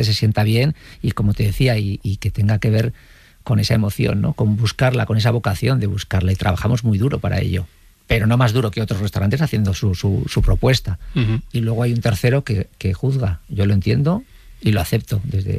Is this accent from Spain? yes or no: yes; Vitoria-Gasteiz, Basque Country, Spain; pero donde viví toda mi infancia, hasta que me marché de casa, que estaba en un barrio obrero en Zaramaga